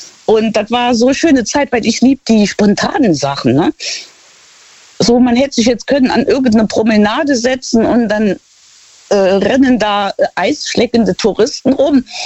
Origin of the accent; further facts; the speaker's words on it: Luxembourg; und dieses Gemeindekaffee heißt das bei uns in Luxemburg.